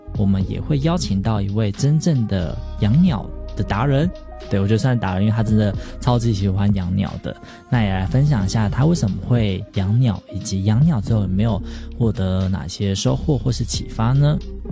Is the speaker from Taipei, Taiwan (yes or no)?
no; Pingtung County, Taiwan; 因为我老家是在屏东嘛，那我阿公以前在养猪的时候，他还有养了一只鸟